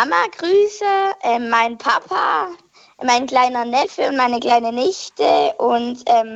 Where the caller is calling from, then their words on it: Steinhilben, Baden-Württemberg, Germany; Aus Steinhilben